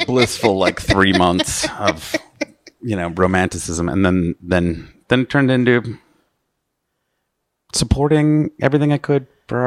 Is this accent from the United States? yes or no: no; Calgary, Alberta, Canada; born there